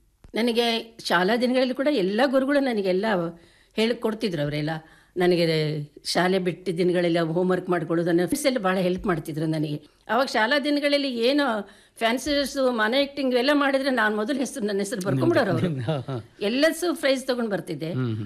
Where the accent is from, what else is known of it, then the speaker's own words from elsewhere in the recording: Devalapura, Karnataka, India; born there; ರಜಾ ದಿನಗಳಲ್ಲಿ ದೇವಲಾಪುರದಲ್ಲಿ ಇದ್ವಿ ನಾವು ಮೊದಲು, ಅಲ್ಲಿ ಖಾಸಗಿ ಶಾಲೆಯಲ್ಲಿ ಓದಿದೆ. ಅಲ್ಲಿ ಏನು ನಾನು ಕಲ್ತಿದ್ದೀನಿ ಅಂತ ತಿಳ್ಕೊಂಡು ನಮ್ಮ ಮರಿಯಮ್ನಹಳ್ಳಿಗೆ ಬಂದಾಗ ಗೌರ್ಮೆಂಟ್ ಶಾಲೆಗೆ ಹೋದೆ ನಾನು